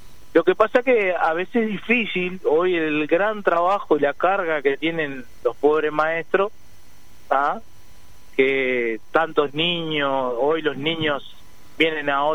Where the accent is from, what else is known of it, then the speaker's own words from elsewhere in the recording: Paso Antolín, Uruguay; yo soy de Antolín